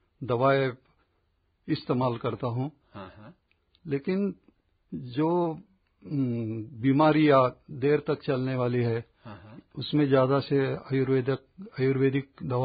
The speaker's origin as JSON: {"language": "Hindi", "town": "Pune", "region": "Maharashtra", "country": "India", "tie": "born or raised there", "moved": "yes", "lives_now": "Murud, India", "said": "मैं पहले पूना से रहने वाला हूँ। मेरा शिक्षण भी पूना में हुआ, व्यवसाय की वजह से मैं मुरुड में आया था।"}